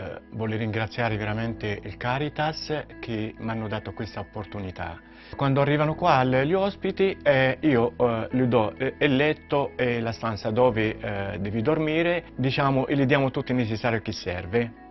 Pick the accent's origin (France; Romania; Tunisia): Tunisia; now in Italy; sono della Tunisia. Sono in Italia da quasi 30 anni.